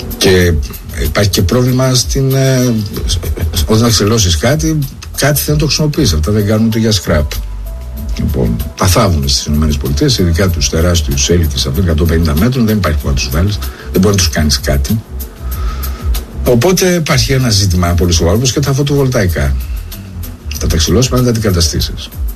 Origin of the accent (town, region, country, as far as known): Greece; also born or lived in Athens